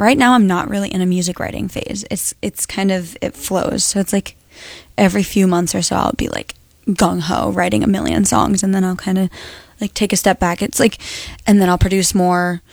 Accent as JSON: {"language": "English", "region": "Rhode Island", "country": "United States", "said": "Yes, I'm from Rhode Island."}